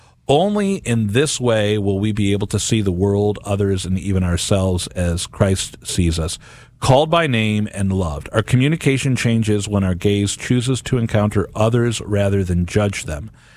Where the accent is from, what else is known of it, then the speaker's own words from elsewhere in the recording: St. Louis, Missouri, United States; I grew up in St. Louis.